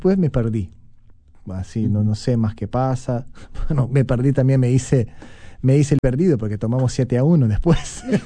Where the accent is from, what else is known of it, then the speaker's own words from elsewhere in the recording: Brazil; now in Uruguay; Yo soy, en eso soy un brasileño medio trucho.